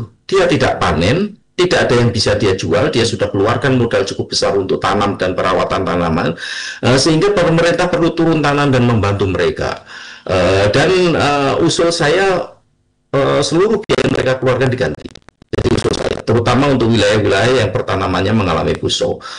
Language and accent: Indonesian; Blora, Central Java, Indonesia; Karena saya berasal dari Blora, Bu Puji. Saya ingat betul ketika musim kemarau, ya pasti harus nyari air lah. Harus berjalan, kadang-kadang berjalan 1-2 kilo untuk nyari air kan, karena Blora wilayah kering.